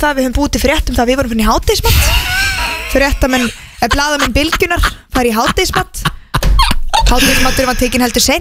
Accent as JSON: {"language": "Icelandic", "town": "Mosfellsbær", "region": "Capital Region", "country": "Iceland", "tie": "born or raised there", "said": "ég elska Mosó, það er líka svona minn heimabær."}